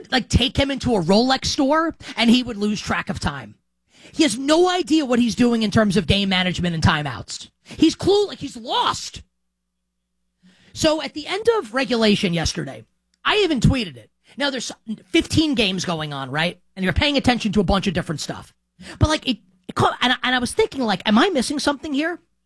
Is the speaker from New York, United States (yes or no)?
yes; New York, United States; I grew up in New York